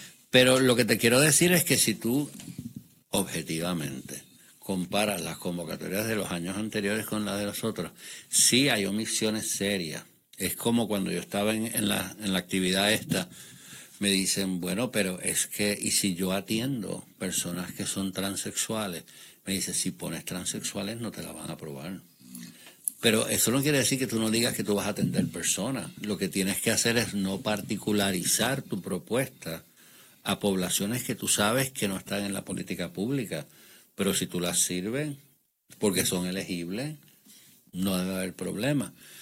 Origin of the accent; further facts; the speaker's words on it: Puerto Rico; somos puertorriqueños, a que somos hispanos, a que somos minoría